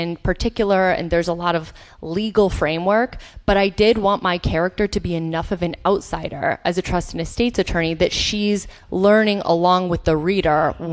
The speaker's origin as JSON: {"language": "English", "town": "Chicago", "region": "Illinois", "country": "United States", "said": "so I'm from Chicago originally. I came to undergrad at Tufts in 2006"}